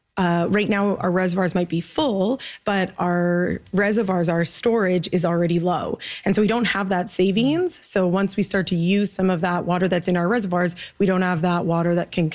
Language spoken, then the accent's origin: English; British Columbia, Canada; as British Columbians